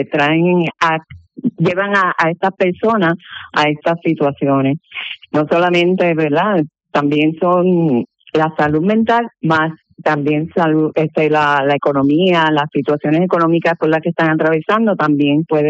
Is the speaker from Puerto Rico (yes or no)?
yes; Utuado, Puerto Rico; born there; Nací en Utuado y conozco el área y sé que es una de gran necesidad.